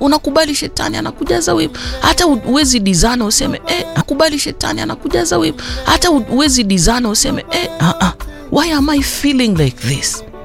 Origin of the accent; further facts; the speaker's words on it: Garsen, Tana River County, Kenya; kule Garsen kwetu